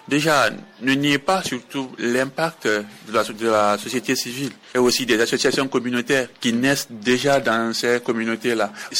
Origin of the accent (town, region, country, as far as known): Siguiri, Kankan Region, Guinea